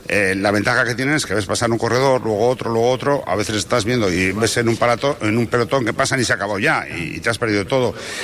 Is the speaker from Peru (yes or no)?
no; Bilbao, Basque Country, Spain; Bilbao, que hemos estado muchos años, que es mi tierra además